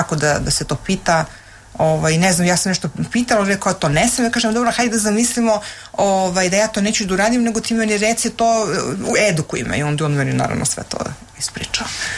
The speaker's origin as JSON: {"language": "Serbian", "country": "Serbia", "lives_now": "United States", "said": "Ja imam američki pasoš, ali se i dalje izjašnjavam kao Srpkinje."}